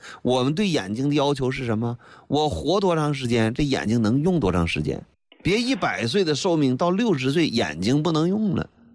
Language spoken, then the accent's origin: Chinese; China; 我们中国人平均日常饮食每天提供300毫克的钙